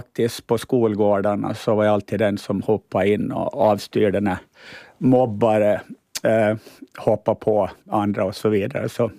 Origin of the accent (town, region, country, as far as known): Åland Islands